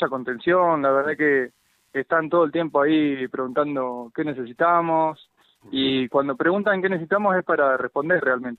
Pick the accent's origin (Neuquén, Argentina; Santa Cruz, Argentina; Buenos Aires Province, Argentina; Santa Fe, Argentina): Buenos Aires Province, Argentina; San Nicolás de los Arroyos; moved away as an adult; also born or lived in San Clemente del Tuyú, Argentina; now in Ramallo, Argentina; yo soy de San Nicolás